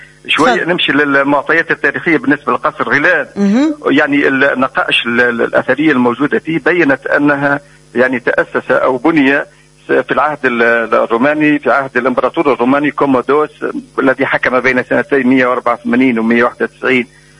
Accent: Nouil, Kebili Governorate, Tunisia; نعم هي بلدتي لأنها بلدتي انطلقت أنا بالكتابة حول بلدتي

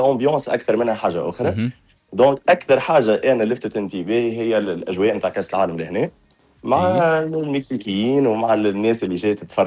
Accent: Tunisia; نحن كجماهير تونسيه

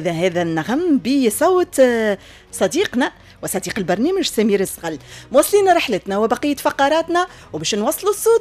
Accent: Tunisia

